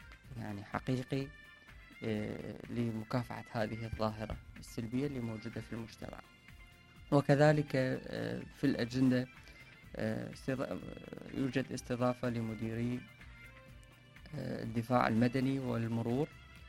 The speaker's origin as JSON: {"language": "Arabic", "country": "Iraq"}